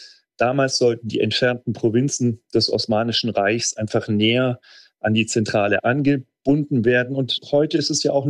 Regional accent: Germany; Naja, ich als Deutsche sehe seit Jahren, wie schwierig es ist, in Deutschland eine Bahnstrecke zu bauen oder einen Bahnhof zu bauen.

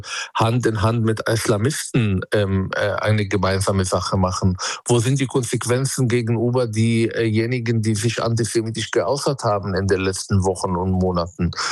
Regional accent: Palestine; Und ich möchte als Palästinenser die andere Seite betrachten

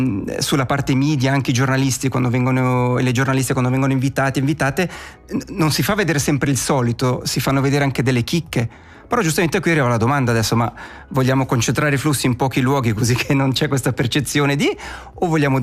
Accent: Ticino, Switzerland; noi ticinesi e ticinesi viviamo il nostro territorio e adoriamo il nostro territorio

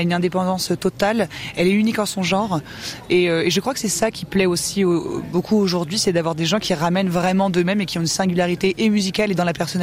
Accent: Grand Est, France; born there; je suis très attachée à ma région d'origine, où je vis encore, où j'ai ma petite maison avec mon home studio et la vie douce

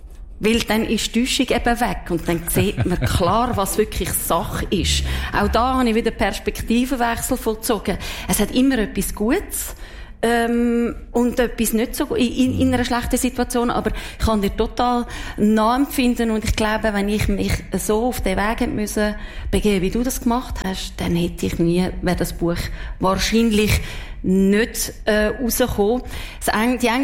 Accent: Switzerland; Und das habe ich ein bisschen schade gefunden, weil ich bin doch eine Schweizerin.

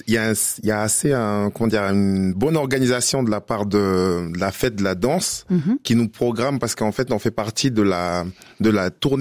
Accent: New Caledonia; Alors moi, je viens de la Nouvelle-Calédonie. C'est dans le Pacifique, c'est à côté de l'Australie. Et je fais partie du peuple mélanésien.

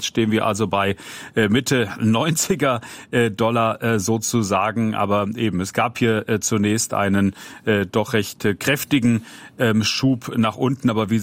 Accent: Switzerland; now in United States; Also als Schweizer könnte man da sagen, Gott, ist das billig in den Vereinigten Staaten zu tanken

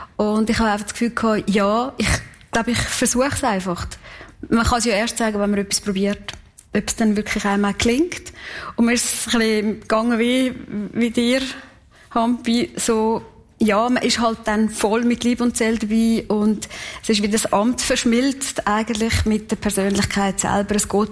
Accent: Kaltbrunn, St. Gallen, Switzerland; born or raised there

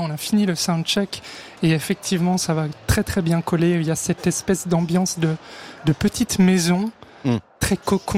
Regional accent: Jura, Switzerland; je viens du Jura.

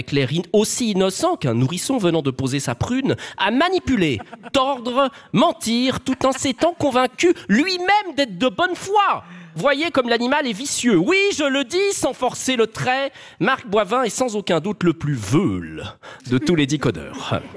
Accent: Geneva, Switzerland; j'ai grandi à Genève

